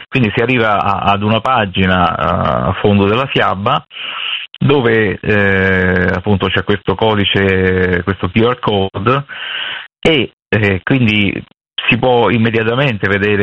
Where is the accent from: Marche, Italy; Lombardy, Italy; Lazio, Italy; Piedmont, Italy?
Lazio, Italy; Rome